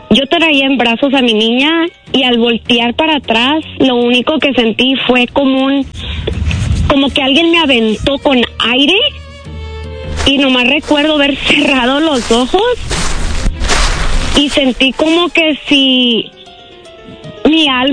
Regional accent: Michoacán, Mexico; now in Fresno, United States; Yo soy de Michoacán, pero mis papás migraron acá a la área de Fresno y vivo en Fresno

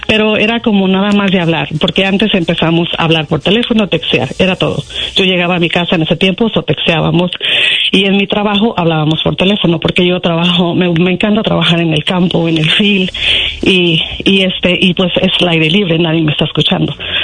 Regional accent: Mexico; Y a mí me encantan las carreras de caballo, soy mexicana.

